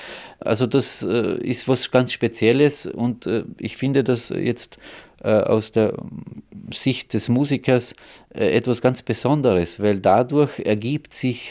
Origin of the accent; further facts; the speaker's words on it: Carinthia, Austria; Also als Kärntner Slowene, geboren 65, ist ja doch schon ein bisschen Zeit lang her.